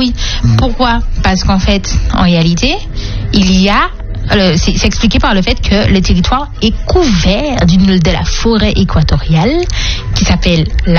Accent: French Guiana; mais il y en a un peu chez nous en Guyane.

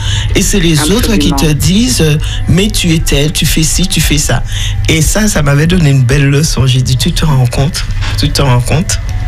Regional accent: Martinique; J'ai dit, mais non, je suis Martiniquais, je parle.

